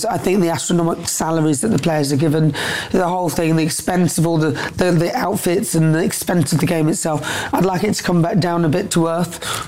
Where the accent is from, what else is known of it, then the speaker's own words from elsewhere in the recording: Newcastle upon Tyne, North East England, United Kingdom; I'm from Newcastle, actually.